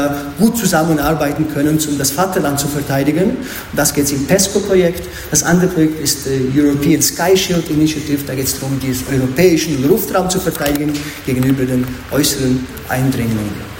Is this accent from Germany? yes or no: no; Switzerland; wir als Schweizer Staat möchten auch eine engere Kontrolle über euch haben.